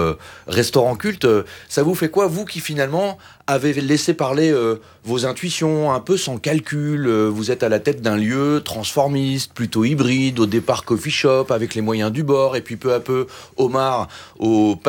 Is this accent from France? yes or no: no; Japan; French is a second language; je cherchais à retrouver un cookie de mon enfance au Japon.